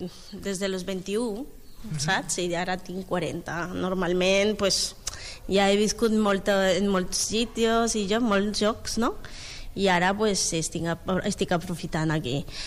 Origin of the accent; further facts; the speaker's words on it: Bolivia; moved away as an adult; now in Spain; Ah, soc boliviana.